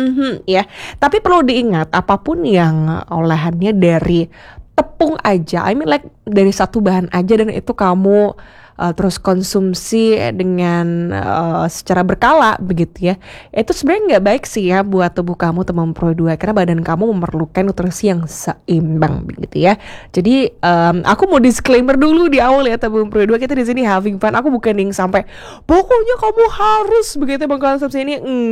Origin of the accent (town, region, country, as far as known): Indonesia